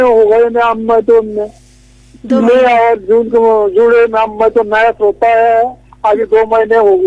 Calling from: Jalna, Maharashtra, India; district Jalna Maharashtra

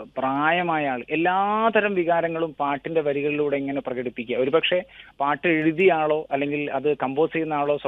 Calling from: Narikkuni, Kerala, India; സ്ഥലം നരിക്കുനിയാണ്.

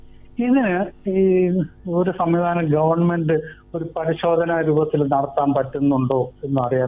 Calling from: Kurichi, Kerala, India; ഇത് കോട്ടയം ജില്ലയിലെ കുറിച്ചി.

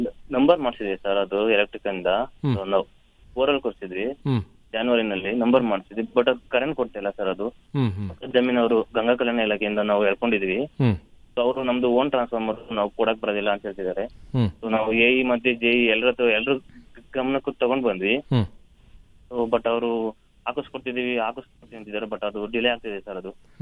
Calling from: Karnataka, India; Taluk ಮಣಿಪುರದಿಂದ.

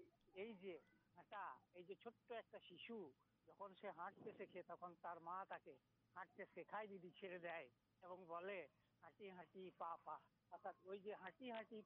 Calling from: Dubrajpur, West Bengal, India; আমি পশ্চিমবঙ্গের বীরভূম জেলার দুবরাজপুর থেকে … কথা বলছি।

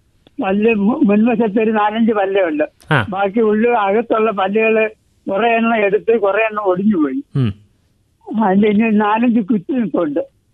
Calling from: Kerala, India; എന്റെ വീട് കുടിച്ചോടാണ്.

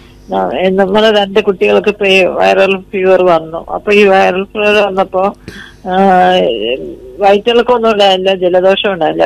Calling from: Nedumangad, Kerala, India; നെടുമങ്ങാട്ടുനിന്നാണ്.

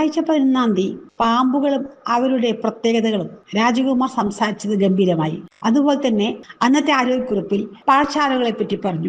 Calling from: Thottakkara, Kerala, India; Thottakkara.

